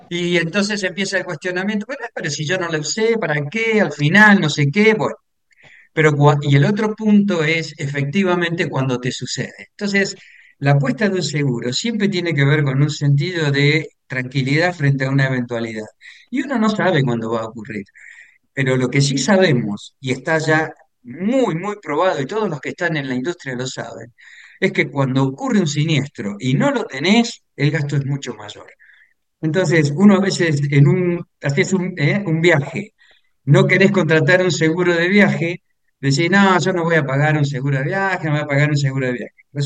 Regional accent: Argentina; now in Chile; Mira, acá en Chile, vos sabés que Chile es un país sísmico. Yo como argentino, primera vez es que veo, ¿no? Que siento que mi escritorio tiembla, porque la verdad que no, en Argentina no tenemos eso.

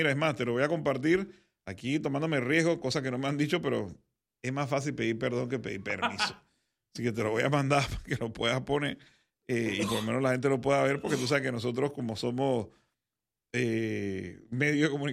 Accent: Panama; Nosotros como panameños entendemos el significado que tiene para nosotros poder estar en una situación como esta.

